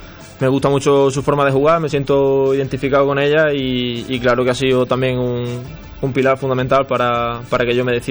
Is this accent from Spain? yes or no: yes; Córdoba, Andalusia, Spain; La cercanía, yo también soy de aquí de Córdoba, me pilla cerca de casa